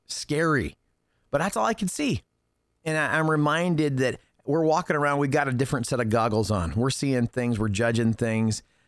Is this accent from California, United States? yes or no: no; Minneapolis, Minnesota, United States; I grew up in the Twin Cities, but spent some summers in North Carolina.